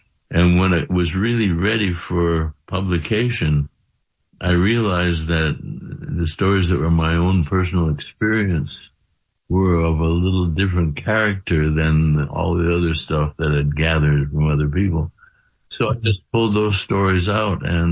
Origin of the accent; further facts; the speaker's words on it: Kirkland, Washington, United States; where I grew up in Kirkland, Washington.